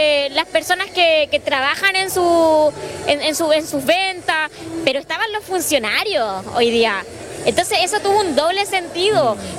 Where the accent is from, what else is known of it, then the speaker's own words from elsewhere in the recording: Coquimbo, Chile; que yo soy de Pan de Azúcar